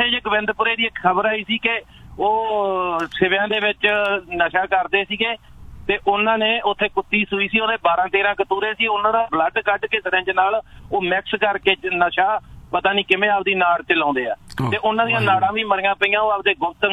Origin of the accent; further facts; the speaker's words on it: Punjab, India; ਦੂਜੀ ਗੱਲ, ਇੱਕ ਮੇਰਾ ਪਿੰਡ ਨਾ ਮਾਲਵੇ ਚ ਪੈਂਦਾ, 13,000 ਦੇ ਨੇੜੇ ਵੋਟ ਆ